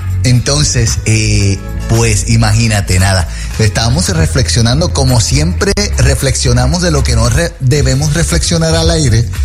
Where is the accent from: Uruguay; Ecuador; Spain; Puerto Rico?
Puerto Rico; así somos los boricuas